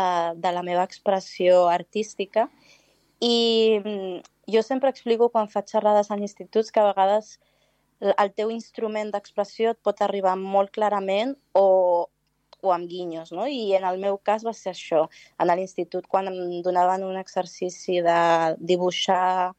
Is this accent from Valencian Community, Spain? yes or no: yes; Valencian Community, Spain; jo vaig créixer al País Valencià, a la província de Castelló, pensant que era una més d'aquesta societat, no?, heterogènia i diferent